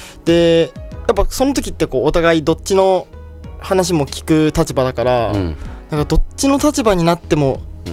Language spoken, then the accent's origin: Japanese; Okayama, Japan; 年齢は26歳、岡山出身です。